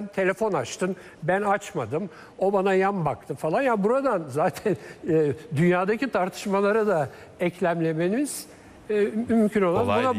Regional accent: Üsküdar, Istanbul, Turkey; Yani ben Üsküdar'lıyım, güzelim, konaklarımız bizim apartmana dönüştü.

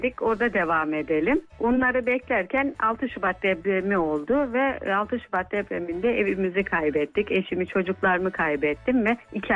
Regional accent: Trabzon, Turkey; now in Kahramanmaraş, Turkey; 38 yaşındayım. Trabzon'da doğdum, büyüdüm. Üniversite hayatımıza Samsun'da devam ettik ve ondan sonra iş hayatına atıldık.

